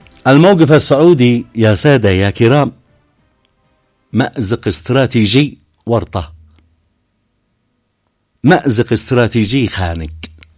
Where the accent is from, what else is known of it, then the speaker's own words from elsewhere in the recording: Yemen; على بلادنا اليمن